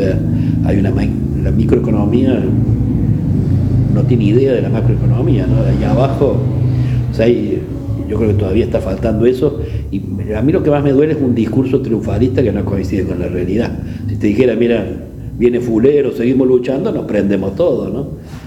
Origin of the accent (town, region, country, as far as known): Argentina